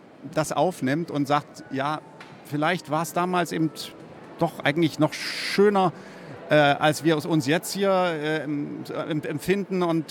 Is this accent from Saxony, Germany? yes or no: yes; Dresden, Saxony, Germany; Studium an anderen Orten als in meiner Heimatstadt Dresden, was auch ein wunderbarer Ort zum Musikstudium war.